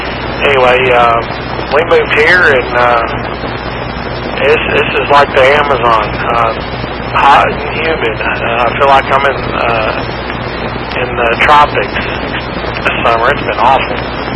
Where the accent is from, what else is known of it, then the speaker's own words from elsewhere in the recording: Round Lake, Illinois, United States; moved away; also born or lived in Chicago; I was born in Chicago. We lived in Round Lake area, which is about 45 to an hour north of Chicago. They call that the burbs now. It kind of wasn't back then, but it is now.